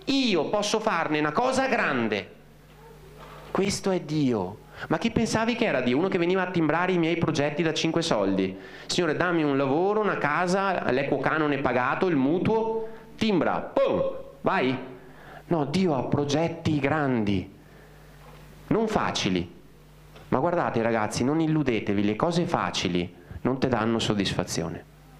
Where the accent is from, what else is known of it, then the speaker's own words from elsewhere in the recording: Veneto, Italy; sono veneto